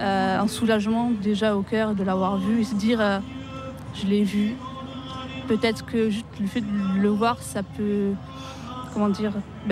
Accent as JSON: {"language": "French", "town": "Pau", "region": "Nouvelle-Aquitaine", "country": "France", "tie": "born or raised there", "said": "Et vu que j'habite à côté, donc je suis originaire de Pau"}